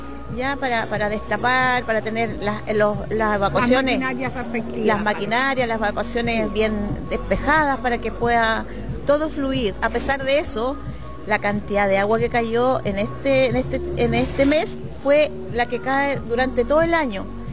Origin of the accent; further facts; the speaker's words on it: Ranco Province, Los Ríos, Chile; esa energía que tenemos los sureños y sobre todo la provincia del Ranco.